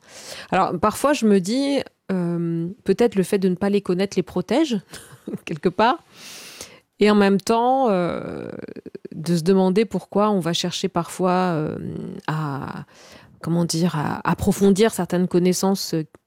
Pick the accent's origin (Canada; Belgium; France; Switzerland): France; Corsica